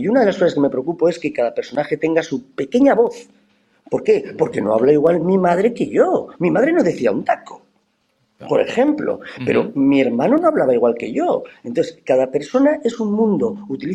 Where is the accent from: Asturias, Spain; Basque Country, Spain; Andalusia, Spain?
Basque Country, Spain; Bilbao; Como buen bilbaíno del Atlético de Bilbao.